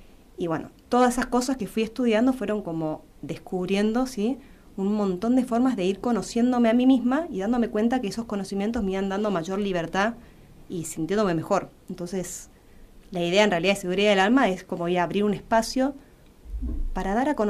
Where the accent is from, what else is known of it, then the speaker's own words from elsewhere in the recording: Buenos Aires, Argentina; now in Gobernador Virasoro, Argentina; ¿sí? Soy psicóloga, estudié psicología, soy de Buenos Aires.